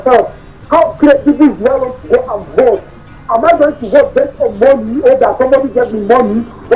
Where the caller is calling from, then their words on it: Plateau, Nigeria; I'm calling from Plateau Rider.